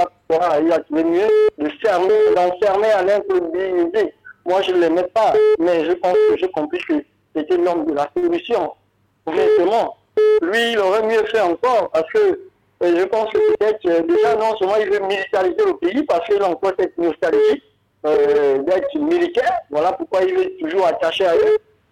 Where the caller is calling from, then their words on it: Gabon; je suis un Gabonais, moi je suis bien un Gabonais